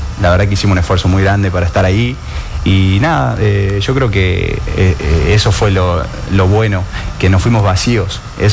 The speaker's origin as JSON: {"language": "Spanish", "town": "Villa Mercedes", "region": "San Luis", "country": "Argentina", "tie": "born there", "lives_now": "San Francisco, Argentina", "said": "Nacido en Villa Mercedes, San Luis, pero estoy radicado en San Francisco hace como 13, 14 años. Así que yo siempre digo que soy de San Francisco."}